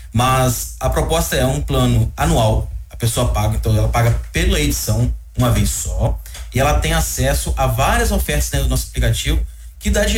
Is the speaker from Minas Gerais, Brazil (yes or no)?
yes; Muriaé, Minas Gerais, Brazil; Sou mineiro, sou de Muriaé, sou muriense, né?